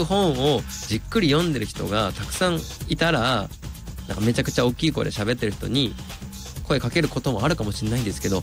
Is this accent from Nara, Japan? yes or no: yes; Nara, Japan; moved away as an adult; also born or lived in Ibaraki; now in Mito, Japan; 僕の出身奈良県です。